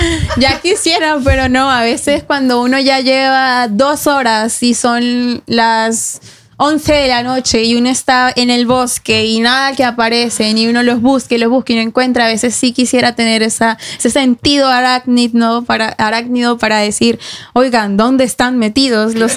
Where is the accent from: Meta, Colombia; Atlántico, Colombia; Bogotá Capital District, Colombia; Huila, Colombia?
Atlántico, Colombia; Barranquilla; moved away as an adult; now in Norway; yo vengo de Barranquilla, la tierra de … saben, y de Sofía Vergara.